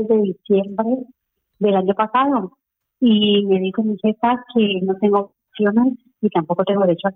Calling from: Madrid, Community of Madrid, Spain; Llamo de Madrid.

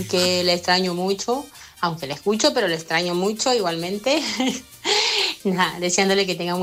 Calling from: Valladolid, Castile and León, Spain; Yo vivo en Valladolid, o sea, a 2 horitas más o menos de Madrid, muy cerquita.

